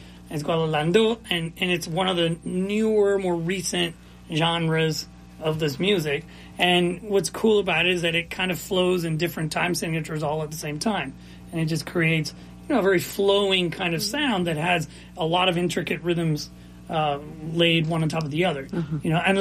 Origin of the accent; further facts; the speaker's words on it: Mount Vernon, Ohio, United States; also born or lived in Lima, Peru / Gambier, Ohio; I grew up in Mount Vernon